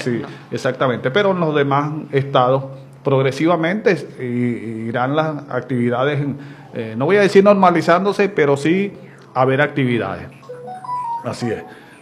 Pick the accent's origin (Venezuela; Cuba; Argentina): Venezuela; somos venezolanos